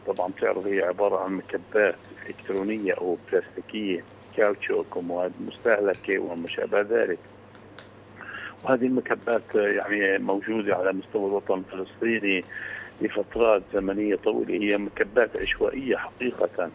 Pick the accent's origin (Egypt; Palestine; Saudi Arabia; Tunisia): Palestine; كفلسطينيين